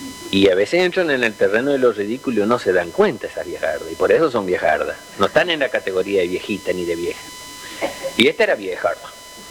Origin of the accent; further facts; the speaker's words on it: Chaco, Argentina; yo soy chaqueño